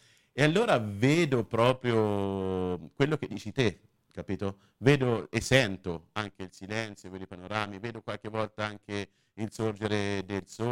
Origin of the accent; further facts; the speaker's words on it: Cortona, Tuscany, Italy; sono aretino e cortonese perché sono del comune di Cortona